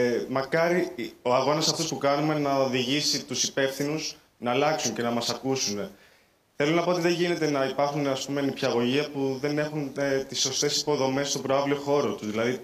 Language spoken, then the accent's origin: Greek; Attica, Greece; Μεγαλώσαμε στο Ολυμπιακό χωριό, ένα αριστούργημα, ένα πολύ όμορφο μέρος που γεννήθηκε για τους Ολυμπιακούς Αγώνες το 4. Οπότε, μπαίνοντας εδώ το 2006, οι γονείς μας μέσω των εργατικών κατοικιών